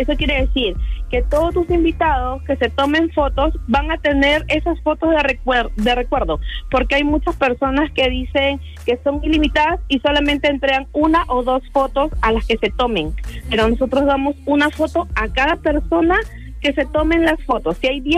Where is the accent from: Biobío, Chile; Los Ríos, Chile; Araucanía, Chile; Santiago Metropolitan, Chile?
Santiago Metropolitan, Chile; Quilicura; Soy de acá, de Quilicura.